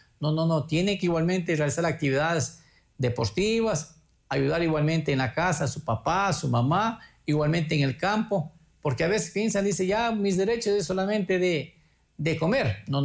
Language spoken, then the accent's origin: Spanish; Sigchos, Cotopaxi, Ecuador; Antes se quemaba en mi ciudad natal, en la ciudad de Sitges